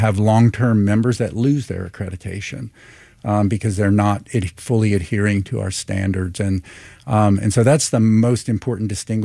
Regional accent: Atlanta, Georgia, United States; I grew up in Atlanta, Georgia. As a child, With my four brothers, we spent many days at what was then called the Grant Park Zoo in Atlanta.

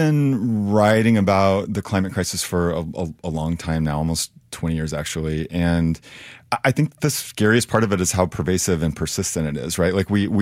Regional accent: Great Plains, United States; born or raised there; also born or lived in East Coast; now in Oregon, United States

